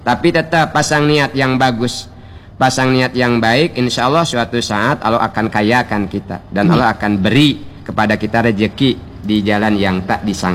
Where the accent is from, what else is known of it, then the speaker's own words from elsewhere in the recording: Bangka Belitung Islands, Indonesia; Kan lumayan, bedepe, kata kita orang Bangka.